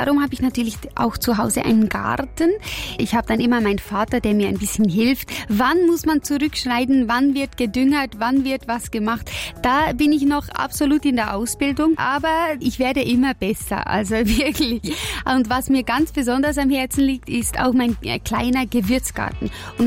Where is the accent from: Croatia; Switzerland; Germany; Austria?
Switzerland; Wir sind so eine Schützenfamilie. Bei uns in der Schweiz ist das wirklich so eine Tradition.